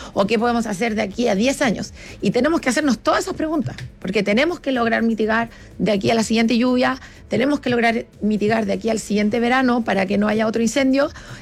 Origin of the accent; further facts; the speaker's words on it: Cajón del Maipo, Santiago Metropolitan Region, Chile; Claro, pero yo, por ejemplo, crecí en el Cajón del Maipo, que muchas veces ha pasado esto y te avisan, pero es otro tipo de lluvia.